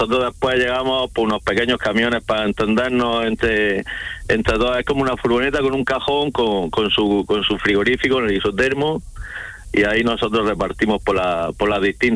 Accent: Almería, Andalusia, Spain; Pero que sí, nosotros siempre estamos aquí en Almería, somos de aquí de Almería.

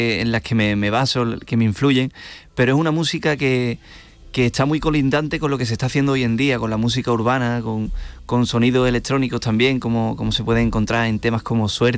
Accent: Andalusia, Spain; el flamenco es una cosa que es tan, tan concreta de la zona de Andalucía, sobre todo, y está aún por descubrir que eso es una diferencia enorme, y además que es la música de mi tierra

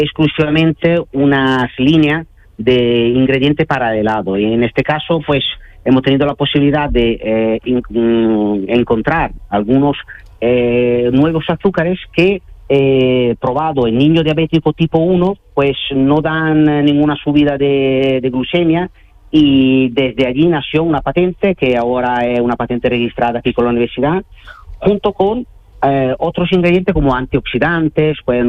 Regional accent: Veneto, Italy; Spanish is a second language; now in Cádiz, Spain; soy casi gaditano, entonces, yo soy italiano, nativo de la zona de Venecia, pero llevo muchos años aquí en Cádiz

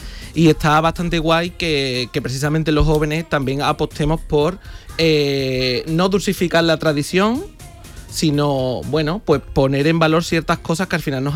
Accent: Cazalla de la Sierra, Andalusia, Spain; concretamente el mío, Casalla de la Sierra

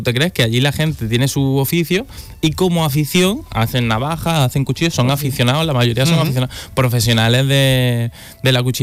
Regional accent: Spain; Porque soy español.

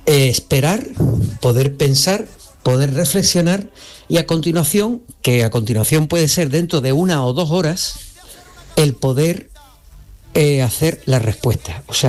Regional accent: Cádiz, Andalusia, Spain; buenas tardes … de Cádiz.

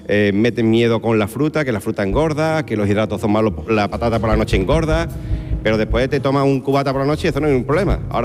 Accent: Jerez de la Frontera, Andalusia, Spain; moved away as an adult; also born or lived in France; Dejar Jerez, dejar tu tierra, la familia, los amigos, irte para allá, para Francia, sin tener mínima idea del francés, sin conocer a nadie

